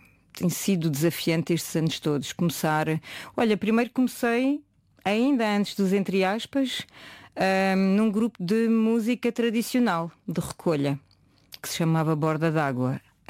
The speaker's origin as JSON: {"language": "Portuguese", "country": "France", "lives_now": "Portugal", "said": "porque eu vinha de França e não tinha ideia nenhuma do que era a música portuguesa. Para dizer a verdade, quando vinha de férias, se calhar ouvia … pouco mais."}